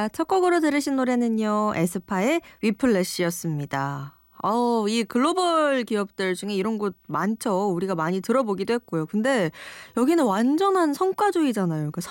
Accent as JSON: {"language": "Korean", "country": "South Korea", "said": "저는 한국인인 게 참 좋아요."}